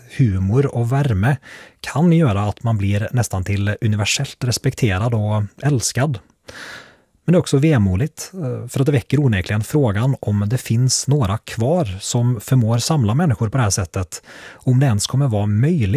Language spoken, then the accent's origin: Swedish; Norway; så är det för mig som norrman svårt att inte också sörja att kung Harald möjligen tar med sig en epok i graven